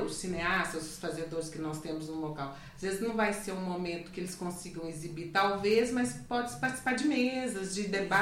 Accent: Oliveira, Minas Gerais, Brazil; moved away; eu também não sou daqui como o Wander, eu sou de Oliveira. E Oliveira a gente tem tradições afro-indígenas

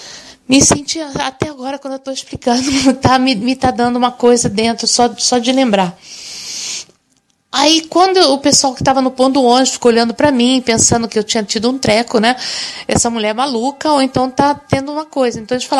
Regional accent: Brazil; now in Italy; Para nós que somos brasileiros

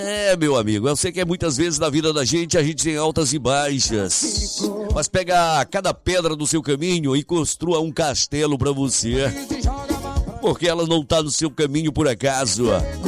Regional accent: Brazil; É a minha pátria, Brasil é a minha pátria.

